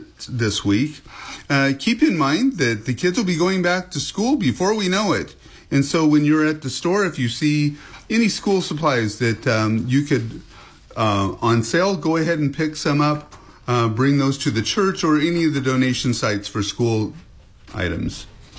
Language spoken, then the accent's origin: English; Syracuse, New York, United States; I grew up with lots of visits on my grandparents' farm, and I grew up in Syracuse, just down the road here, which again has rural roots.